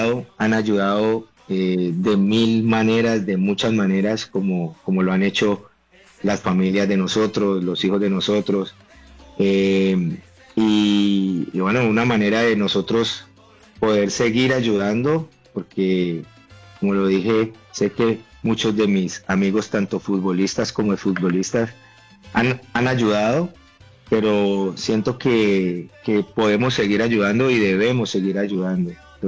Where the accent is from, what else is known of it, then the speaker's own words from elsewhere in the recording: Cali, Valle del Cauca, Colombia; yo estoy en Cali, soy caleño